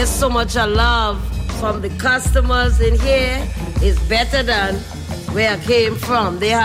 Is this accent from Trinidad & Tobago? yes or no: yes; Trinidad & Tobago; now in Baltimore, United States; I came from Trinidad and Tobago. And I ended up in Baltimore, Maryland, and this is where I've been since.